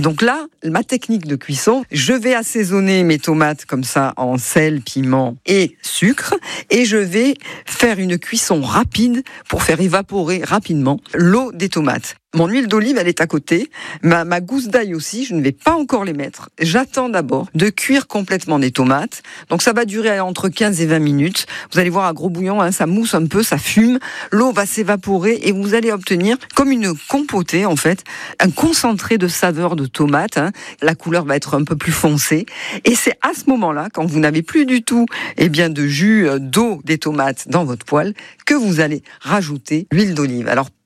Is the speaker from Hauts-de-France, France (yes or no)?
no; Provence-Alpes-Côte d'Azur, France; la tomate allongée qu'on appelle chez nous en Provence, la pendelote.